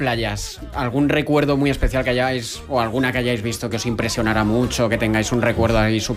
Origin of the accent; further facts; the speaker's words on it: Valencian Community, Spain; mi pueblo en Valencia, típica playa así, pues muy pequeña, muy, muy tal, pero como que le tengo mucho, mucho cariño. No tiene nada en especial.